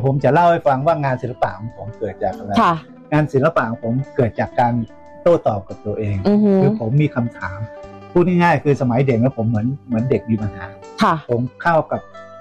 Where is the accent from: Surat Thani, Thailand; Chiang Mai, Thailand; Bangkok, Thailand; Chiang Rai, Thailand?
Chiang Rai, Thailand; นะครับเป็นศิลปินชาวเชียงรายโดยกำเนิดนะครับผมก็จบมาจากมศวประสานมิตร